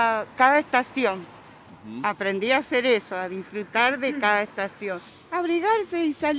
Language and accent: Spanish; Mendoza, Argentina; estoy acostumbrada, nací y criada en Mendoza